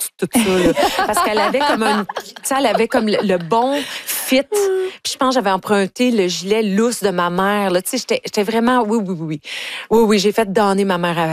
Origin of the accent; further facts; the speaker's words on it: Ontario, Canada; Ben, j'ai été forcée à en avoir un à l'école secondaire, nous, parce que moi, je viens de l'Ontario.